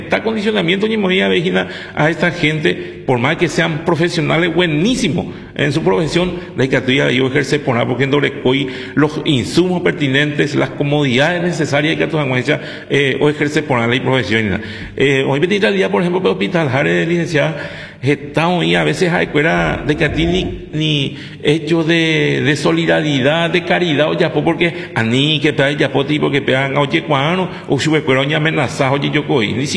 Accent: Paraguay; me avergüenza ser lo que tanto amo, ser paraguayo

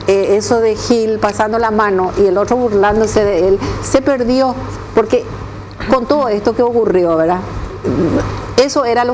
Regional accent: Paraguay; somos paraguayos, verá, Infantino, tenemos el mismo origen allá, somos blancos los dos

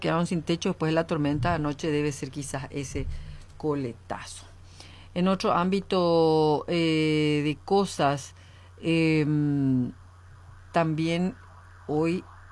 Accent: Paraguay

